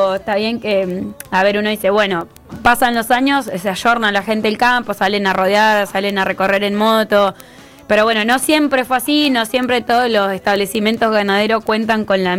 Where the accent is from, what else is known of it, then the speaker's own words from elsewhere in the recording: Perito Moreno, Santa Cruz, Argentina; Yo me crié con los Vázquez en Perito Moreno.